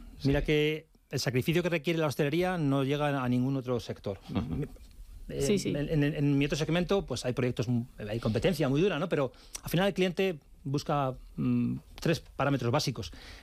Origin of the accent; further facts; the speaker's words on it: Spain; moved away as an adult; now in Tongeren, Belgium; soy el único español en la compañía, en la sede central.